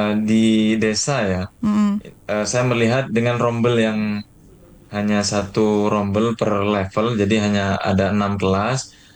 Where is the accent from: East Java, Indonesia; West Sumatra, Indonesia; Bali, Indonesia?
East Java, Indonesia; Jember; born or raised there